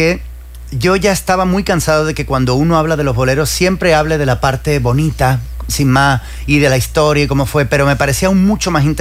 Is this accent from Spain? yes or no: yes; Canary Islands, Spain; accent: Canarian; Soy de las Islas Canarias, que es un lugar donde hay un acento